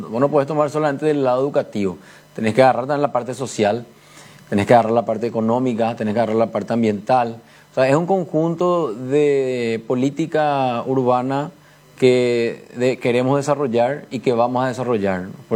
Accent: Asunción, Paraguay; Yo, por ejemplo, nací, me malcrié en la República de Sajonia.

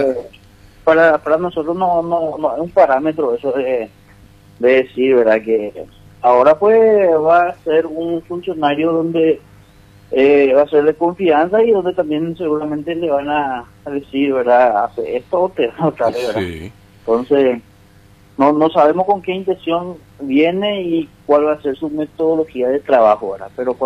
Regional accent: Paraguay; todos los paraguayos que vivimos acá

